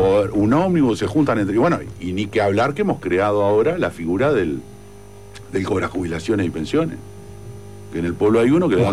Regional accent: Uruguay; somos tan uruguayos

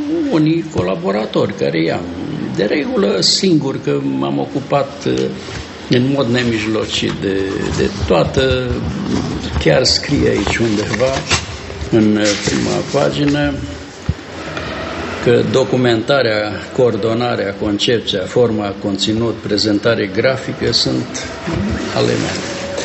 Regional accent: Corvinești, Bistrița-Năsăud, Romania; born or raised there; now in Cluj, Romania

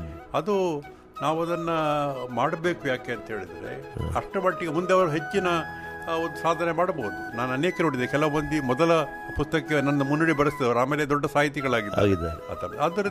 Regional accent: Karnataka, India; born there; ಸ್ಥಳೀಯವಾಗಿ ನನಗೆ ಬೇರುಗಳು ಗಟ್ಟಿವೆ, ಮಂಗಳೂರಿನವರು ನಾನು

